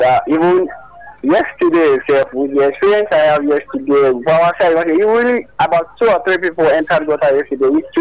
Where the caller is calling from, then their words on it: Alagbado, Lagos, Nigeria; Calling from Kola Alagbadu.